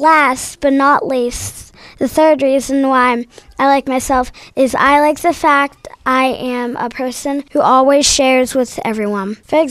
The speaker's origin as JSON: {"language": "English", "town": "Pittsburgh", "region": "Pennsylvania", "country": "United States", "said": "I'm from Pittsburgh, Allegheny, K-5."}